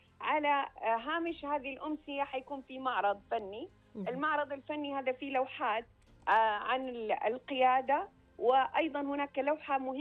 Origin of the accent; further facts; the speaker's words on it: Saudi Arabia; والمرأة اليوم تقول نحن قادرات بنات السعودية أن ننقل للعالم مصدر فخرنا واعتزازنا بقيادتنا الرشيدة، بهذا الوطن العظيم، بهذه السعودية العظمى